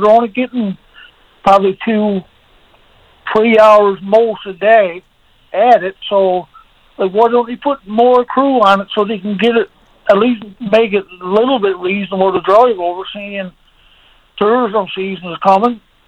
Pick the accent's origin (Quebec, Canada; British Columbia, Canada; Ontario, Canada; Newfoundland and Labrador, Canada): Newfoundland and Labrador, Canada; Burgeo; now in Corner Brook, Canada; No, I'm in Cornerbrook, but I'm from Burgio.